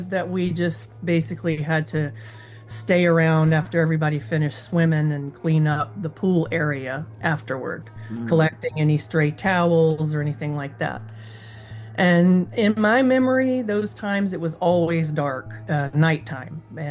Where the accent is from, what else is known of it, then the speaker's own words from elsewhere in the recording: Meridian, Mississippi, United States; I grew up in Meridian, Mississippi